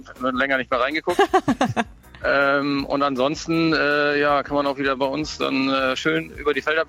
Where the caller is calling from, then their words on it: Helvesiek, Lower Saxony, Germany; Ich komme aus Krümmerdupp. Das ist quasi ein Ortsteil von Helvesiek.